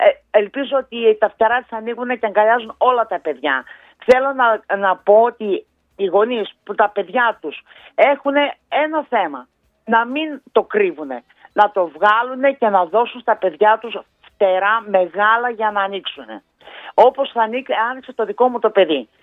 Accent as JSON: {"language": "Greek", "town": "Didymoteicho", "region": "Eastern Macedonia and Thrace", "country": "Greece", "said": "Είμαι μία μητέρα από το Δημότυχο."}